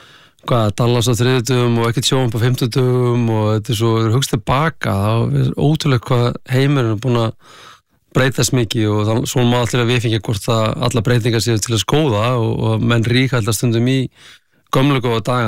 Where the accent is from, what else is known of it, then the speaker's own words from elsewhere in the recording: Akranes, Western Region, Iceland; Það var bara geggjað, sko. Það lítil bær þá, hann er stækka ört núna, hvað hann var örgulega 5.000 manns þegar við vorum upp á okkar besta